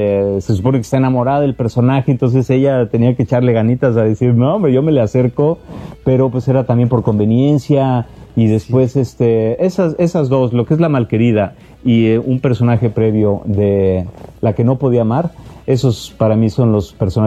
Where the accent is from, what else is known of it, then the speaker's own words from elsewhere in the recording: Mexico; Pues porque somos mexicanos.